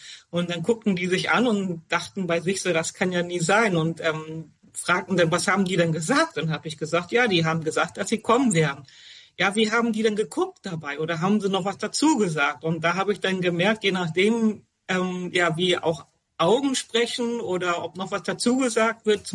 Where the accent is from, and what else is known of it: Hamburg, Germany; now in Münster, Germany